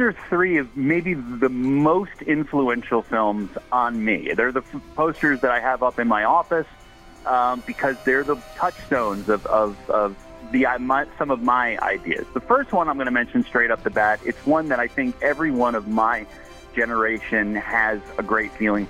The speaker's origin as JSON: {"language": "English", "town": "Vernon", "region": "New Jersey", "country": "United States", "tie": "born there", "also_born_or_lived": "Bethpage, Long Island, New York", "moved": "as an adult", "lives_now": "Los Angeles, United States", "said": "I went to high school up in this town, and I was born out in Bethpage, Long Island, so I'm a New York, New Jersey boy, definitely."}